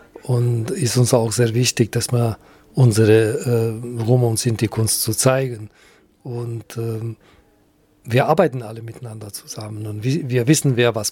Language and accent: German; North Macedonia; now in Germany; Noch in meiner Heimatstadt, in Mazedonien, in Ex-Jugoslawien, wir haben dann auch so welche Festivals gemacht.